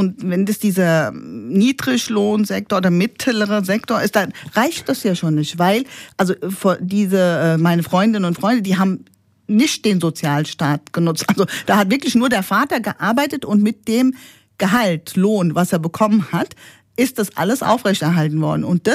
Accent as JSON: {"language": "German", "town": "Flörsheim am Main", "region": "Hesse", "country": "Germany", "tie": "born or raised there", "said": "ich komme ja aus Flörsheim ursprünglich"}